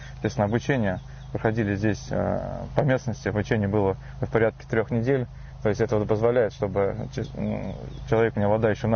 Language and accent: Russian; Samara, Samara Oblast, Russia; moved away as an adult; Родом сам Самары.